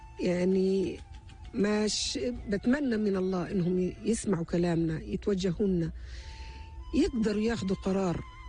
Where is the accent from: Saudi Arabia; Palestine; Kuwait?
Palestine; أنا كأم فلسطينية